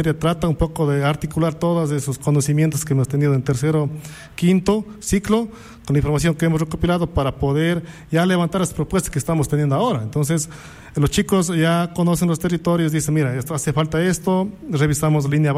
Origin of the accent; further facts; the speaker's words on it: Saraguro, Loja, Ecuador; En Saraguro, pues, a pesar de ser mi tierra natal